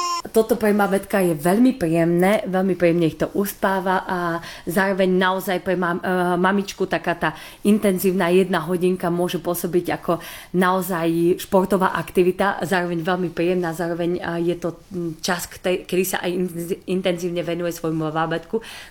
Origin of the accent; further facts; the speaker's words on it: Martin, Žilina Region, Slovakia; ja pochádzam z Martina zo Slovenska